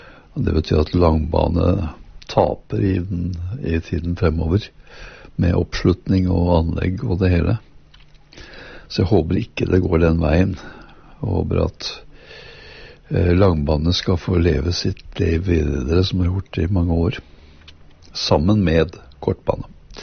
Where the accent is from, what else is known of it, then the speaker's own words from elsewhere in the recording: Eidsvoll, Akershus, Norway; moved away; jeg kom jo opprinnelig fra Feiring, som tilhører jo Eidsvoll.